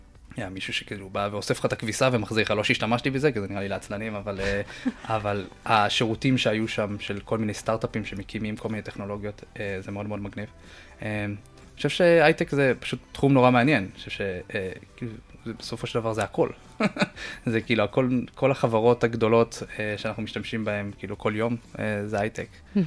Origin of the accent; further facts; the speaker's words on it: Jerusalem, Jerusalem District, Israel; moved away as an adult; also born or lived in Mevaseret Zion; now in San Francisco, United States; כולם היו יודעים שאני ירושלמי.